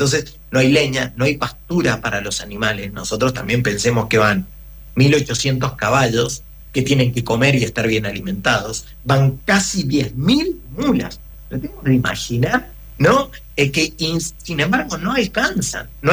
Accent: Argentina; nosotros como argentinos, como alumnos que hemos ido a la escuela

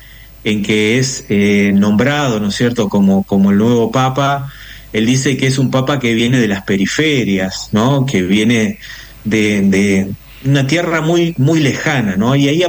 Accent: Argentina

